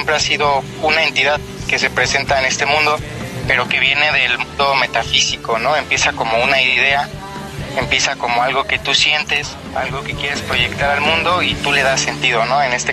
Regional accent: Mexico City, Mexico; Somos de la Ciudad de México, justo estamos por Iztapalapa.

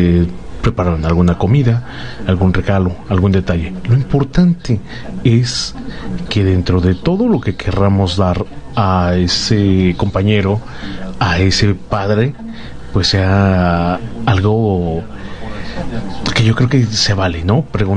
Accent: Mexico; pues les comento que nosotros, como buenos mexicanos, comenzamos la festividad para Día del Padre.

